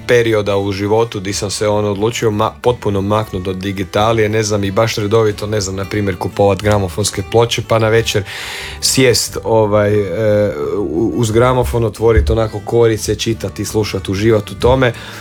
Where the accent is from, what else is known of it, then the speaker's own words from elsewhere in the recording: Podravina, Croatia; pošto dolazim iz Podravine, naravno tamo se jako puno vrtila tambura